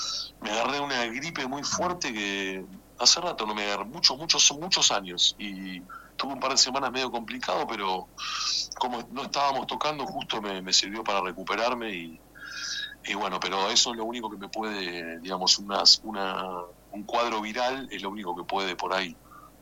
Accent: Villa Martelli, Buenos Aires Province, Argentina; yo soy de Villa Martelli

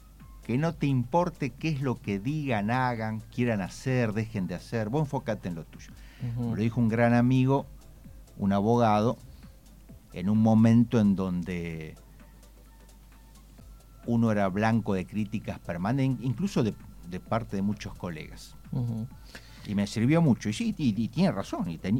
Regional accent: San Lorenzo, Santa Fe, Argentina; also born or lived in Rosario; Yo nací en Rosario, pero mis padres vinieron cuando yo tenía 4 años y se radicaron en San Lorenzo, a los 4 años. Mi pasado en Rosario no lo recuerdo.

